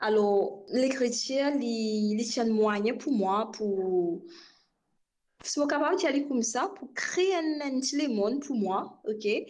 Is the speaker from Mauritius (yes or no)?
yes; Rodrigues, Mauritius; born there; je suis à Rodrigue College et dans Saint-Barnabas